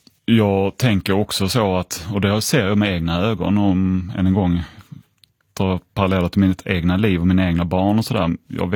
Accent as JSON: {"language": "Swedish", "country": "Sweden", "said": "som en europé och som en svensk"}